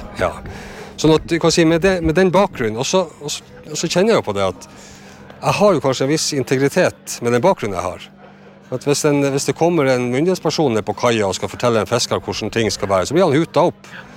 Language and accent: Swedish; Kjøllefjord, Finnmark, Norway; jag är ju född och uppvuxen i Kjøllefjord i ett fiskevær.